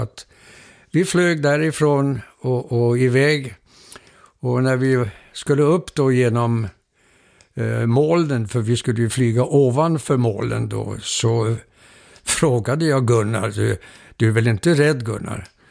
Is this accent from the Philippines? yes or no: no; Denmark; Men då talade jag om för mig, nej jag är inte svensk, jag är dansk medborgare.